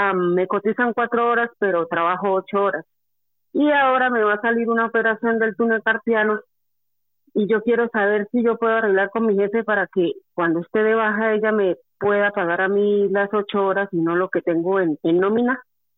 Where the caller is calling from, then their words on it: Las Rozas de Madrid, Community of Madrid, Spain; de Las Rojas.